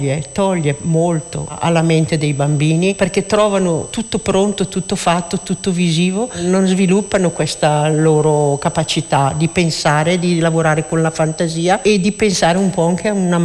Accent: Monte Isola, Lombardy, Italy; Da Brescia, provincia di Brescia, l'isola di Montisola, Lago d'Iseo.

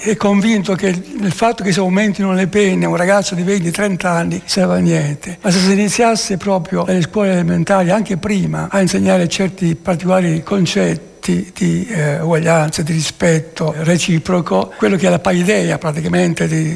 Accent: Accadia, Apulia, Italy; now in Sorisole, Italy; Sorisole, provincia di Bergamo, ma sono originario di Accadia, che è in provincia di Foggia.

